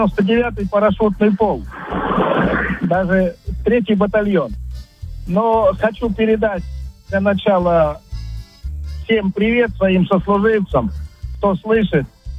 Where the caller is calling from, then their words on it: Lipetsk, Lipetsk Oblast, Russia; Я звоню с Липецка